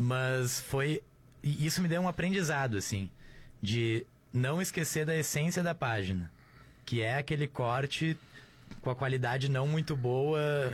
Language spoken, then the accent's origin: Portuguese; Rio Grande do Sul, Brazil; Eu sou um gaúcho, eu ainda sou gaúcha memes, entendeu?